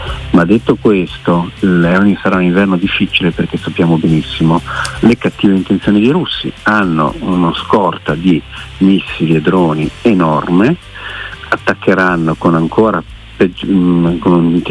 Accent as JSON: {"language": "Italian", "town": "Milan", "region": "Lombardy", "country": "Italy"}